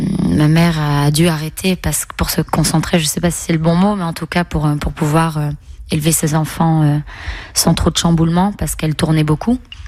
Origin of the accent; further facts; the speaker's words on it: Nice, Provence-Alpes-Côte d'Azur, France; Et puis moi je suis née à Nice et j'ai vécu 16 ans à Nice depuis ma naissance jusqu'à l'âge de 16-17 ans.